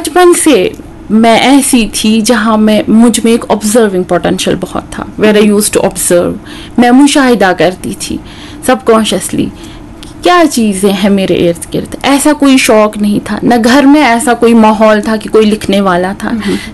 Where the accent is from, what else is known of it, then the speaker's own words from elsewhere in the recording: Yaripura, Jammu and Kashmir, India; कुलगाम है, वहाँ से ताल्लुक़ रखती हूँ। वहाँ का एक छोटा सा कस्बा है यारीपुरा, जहाँ मैं पैदा हुई हूँ, पली बड़ी हूँ, और वहाँ से ही उसी कस्बे से मैंने तालीम भी हासिल की है।